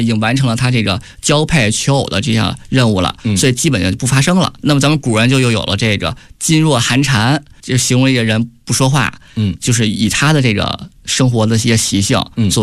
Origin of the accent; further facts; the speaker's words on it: Beijing, China; 咱们北京人啊给它起了非常非常生动的小名儿，